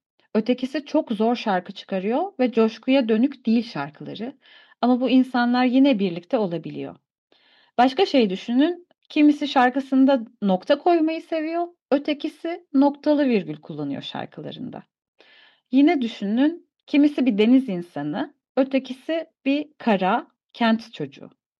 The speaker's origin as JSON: {"language": "Turkish", "region": "Ankara", "country": "Turkey", "tie": "born or raised there", "said": "Ben Ankara'da büyüdüm. Çocukluğum Ankara'da geçti."}